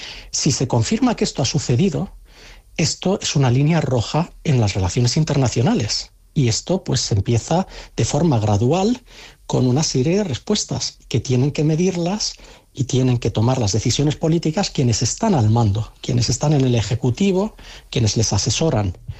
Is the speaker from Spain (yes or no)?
yes; Spain; Me temo, y ahora ya hablo no como analista, sino como ciudadano español, no es normal.